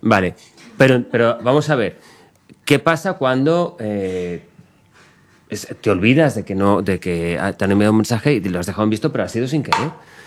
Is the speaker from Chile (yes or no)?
no; Valencian Community, Spain; Siendo yo valenciano es una expresión complicada.